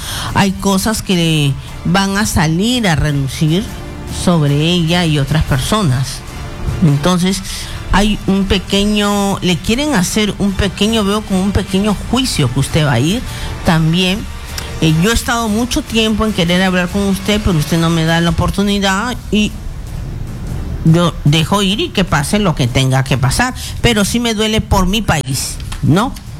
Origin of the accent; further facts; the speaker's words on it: Peru; estoy en mi país